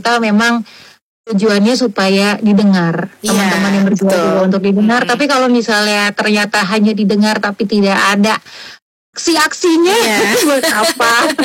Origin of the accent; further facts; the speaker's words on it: Jakarta, Indonesia; kita sebagai warga Jakarta